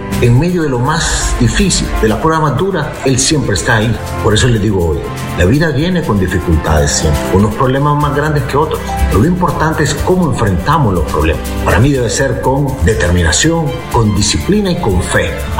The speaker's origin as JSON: {"language": "Spanish", "country": "Honduras", "said": "Ahí estaré en mi tierra, en el nombre de Dios nuestro Señor."}